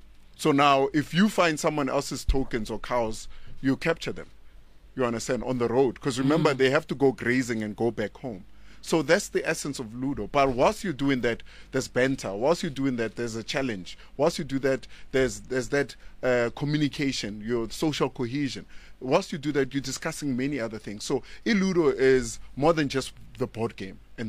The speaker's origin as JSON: {"language": "English", "region": "Gauteng", "country": "South Africa", "tie": "born there", "also_born_or_lived": "Mamelodi, Pretoria", "said": "I'm a native of Alexandra and Mamelodi and whatnot."}